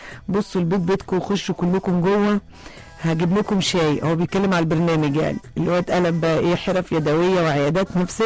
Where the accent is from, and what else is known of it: Egypt